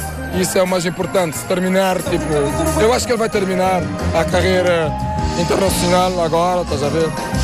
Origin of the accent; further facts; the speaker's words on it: Cape Verde; Eu sou de Cabo Verde.